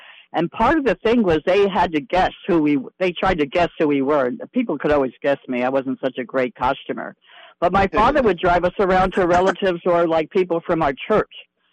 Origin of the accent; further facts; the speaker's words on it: Pennsylvania, United States; moved away; I grew up in Pennsylvania, and I'm in my early 70s.